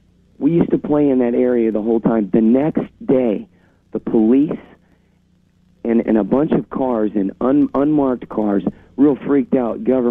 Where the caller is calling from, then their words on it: Tampa, Florida, United States; I'm calling from Tampa, Florida.